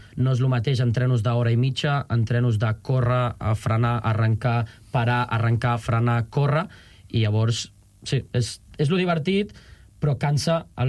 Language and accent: Catalan; Arenys, Catalonia, Spain; el meu poble era Arenys, el meu club era Arenys